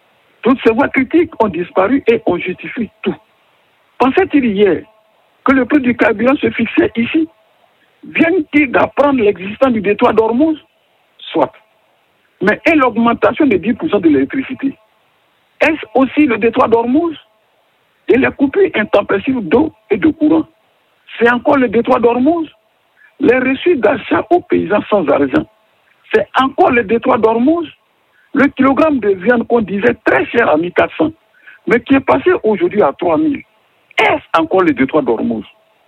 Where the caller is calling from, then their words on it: Yamoussoukro, Côte d’Ivoire; Je vous appelle de Yamoussoukro, Vichère, en Côte d'Ivoire.